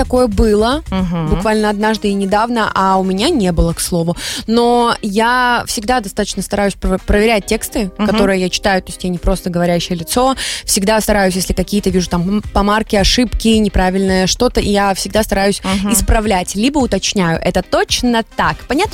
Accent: Belarus; moved away as an adult; now in Moscow, Russia; А мы уже теперь в Москве. Мы теперь белорусы в Москве.

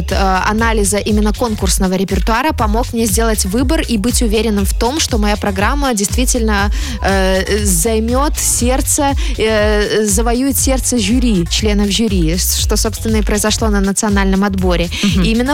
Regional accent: Vitebsk Region, Belarus; родом я из Витебской области. Мне кажется, родные стены помогают.

